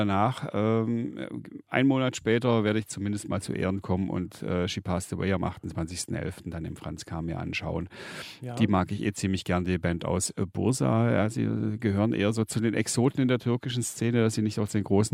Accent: Schwäbisch Hall, Baden-Württemberg, Germany; dass einer von der Urbesetzung … in meiner Heimatstadt Schwäbisch Hall wohnt zwischenzeitlich

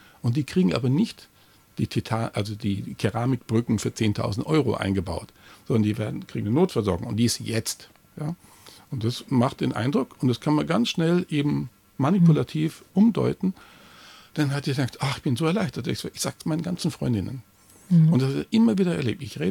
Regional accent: Bavaria, Germany

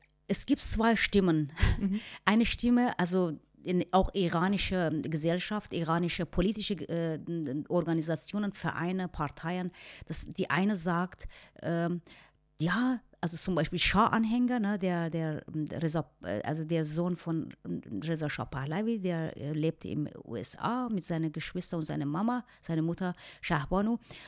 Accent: Mashhad, Razavi Khorasan, Iran; moved away as an adult; Dann bin ich von Mashhad nach Teheran geflohen.

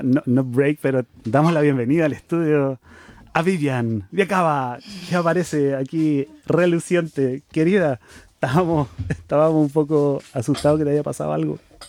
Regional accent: Chile; yo vengo de Chile, la verdad no tengo información al respecto

